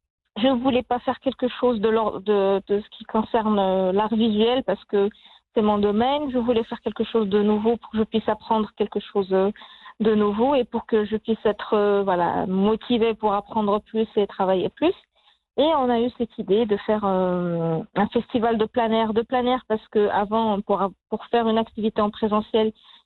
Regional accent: Marrakesh, Marrakesh-Safi, Morocco; Je suis de Marrakech, j'adore Marrakech

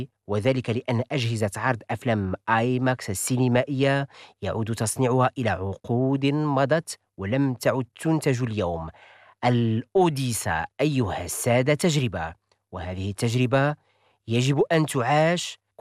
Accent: Morocco; عندنا في المغرب

